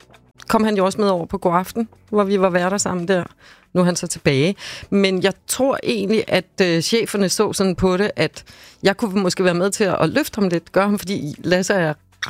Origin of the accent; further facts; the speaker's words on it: Havrebjerg, Zealand, Denmark; Ja, Eren er fra en lille by, der hedder Havrebjerg, lidt uden for Slagelse, 12 kilometer derude